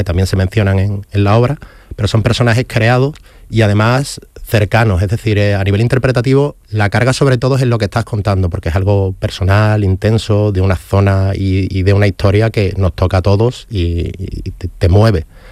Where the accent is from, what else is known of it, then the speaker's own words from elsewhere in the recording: Huelva, Andalusia, Spain; Yo soy de Huelva